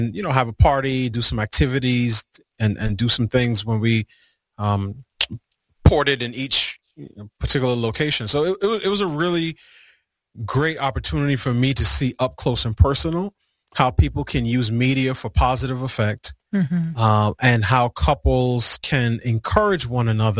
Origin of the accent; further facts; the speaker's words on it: New York, United States; moved away as an adult; now in Washington, D.C., United States; I'm from New York and had been in the D.C. area for about 4 years at that point.